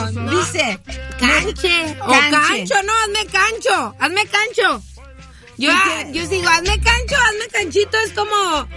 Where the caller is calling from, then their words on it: Durango, Mexico; yo soy de vengo de Durango